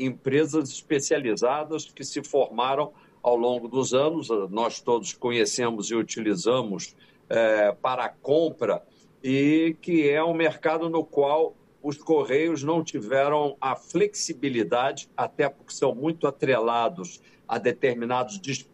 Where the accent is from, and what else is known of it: Brazil